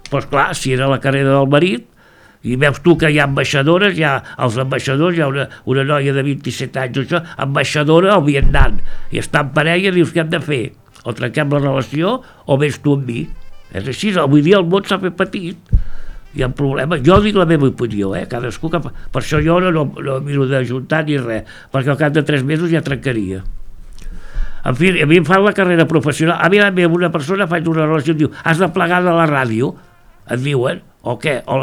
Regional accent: Catalonia, Spain; i del Maresme.

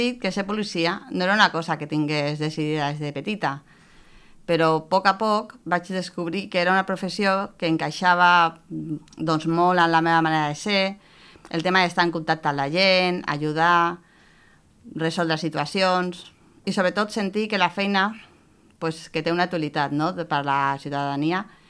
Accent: Vilassar de Mar, Catalonia, Spain; born there; moved away as an adult; also born or lived in Argentona; now in Mataró, Spain; No, venia de Mataró. Ah. Després de petita vaig anar a viure a Vilassar de Mar. I després vaig vindre aquí, a Argentona, i ara he tornat a Mataró.

